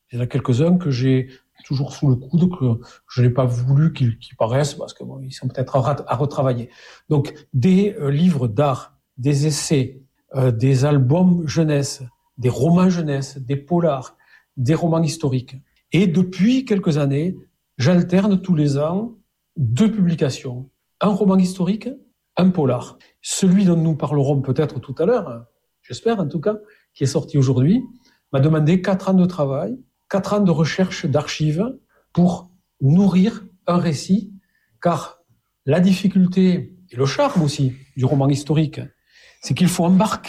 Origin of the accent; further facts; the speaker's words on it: Saint-Gaudens, Occitanie, France; born there; moi, je suis né en 57 à Saint-Gaudens. Donc, je suis un vieux bonhomme, hein, pas loin des 70 ans.